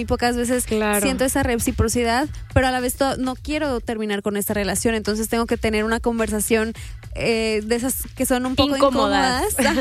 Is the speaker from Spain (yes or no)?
no; Irapuato, Guanajuato, Mexico; soy originaria de Irapuato, Guanajuato, soy cantautora, soy escritora